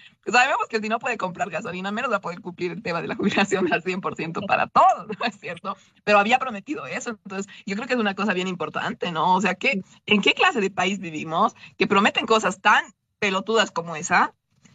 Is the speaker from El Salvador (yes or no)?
no; Bolivia; como bolivianos deberíamos a raíz de esto establecer otro tipo de mecanismos